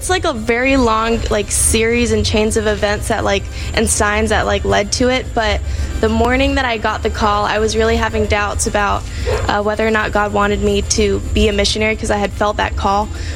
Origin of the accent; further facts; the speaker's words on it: Augusta, Georgia, United States; I'm from Augusta, Georgia, and I listen to the Joy FM through the radio because I don't have an AUX.